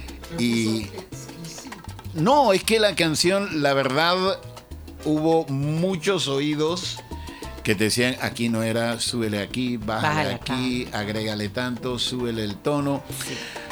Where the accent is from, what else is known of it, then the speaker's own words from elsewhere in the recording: Almirante, Bocas del Toro, Panama; Yo soy la de Almirante.